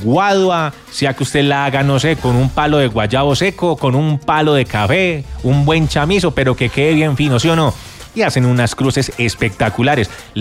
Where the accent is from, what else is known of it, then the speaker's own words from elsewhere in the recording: Marsella, Risaralda, Colombia; Nacido y criado en las faldas de la vereda del Rayo de Marsella, Risaralda, mi tierra.